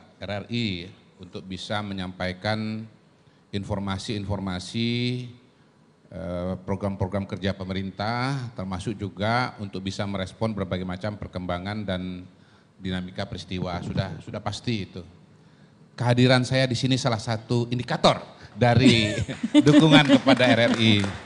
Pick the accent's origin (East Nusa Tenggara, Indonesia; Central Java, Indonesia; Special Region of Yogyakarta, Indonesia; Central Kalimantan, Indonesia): Central Kalimantan, Indonesia; Palangkaraya; born there; moved away; saya waktu SMP masih era saya di Palangkaraya